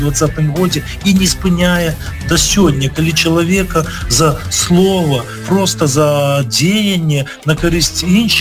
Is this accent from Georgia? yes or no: no; Belarus; І, безумовно, ось ми, білоруси, не могли супроти своєї держави подавати менавіта скарги у Європейський суд.